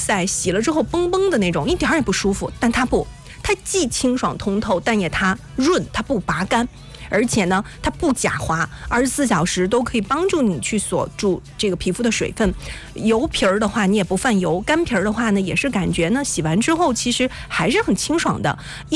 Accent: Shandong, China

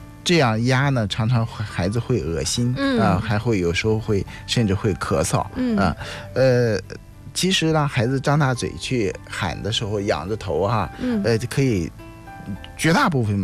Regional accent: China; 我们中国人

